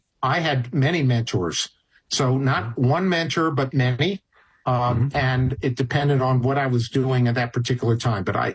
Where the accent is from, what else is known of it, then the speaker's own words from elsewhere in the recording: Allentown, Pennsylvania, United States; I'm from Allentown, Pennsylvania.